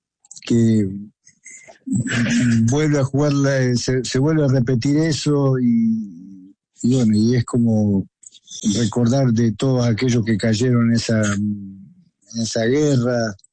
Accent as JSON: {"language": "Spanish", "country": "Argentina"}